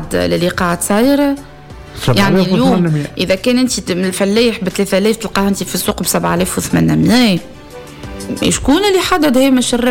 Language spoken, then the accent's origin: Arabic; Tunisia; احنا كتوينسة